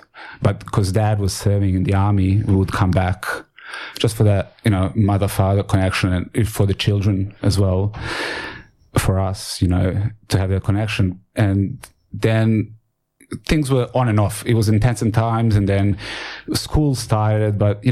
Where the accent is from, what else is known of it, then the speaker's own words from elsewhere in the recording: Bosnia & Herzegovina; It was Herzegovina, because I'm from Bosnia and Herzegovina.